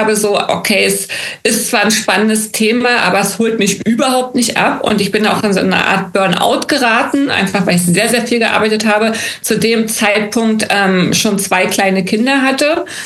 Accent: East Germany, Germany; Ja, ich bin ja ein DDR-Kind, also ich bin in der DDR groß geworden, auch zur Schule gegangen, zumindest bis zu meinem 14. Lebensjahr.

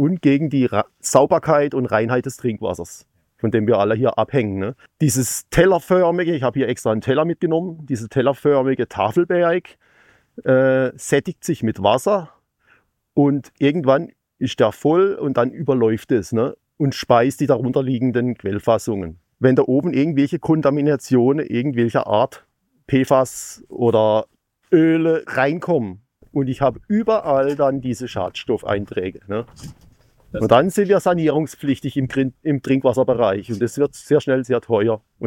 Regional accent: Ottenhöfen, Baden-Württemberg, Germany; ich bin aus Ottenhöfen, ich bin gelernter Landwirt und Maschinenbauer

